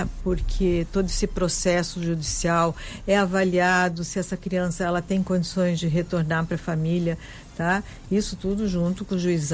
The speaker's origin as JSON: {"language": "Portuguese", "country": "Germany", "said": "Eu sou alemã, Dankeschön."}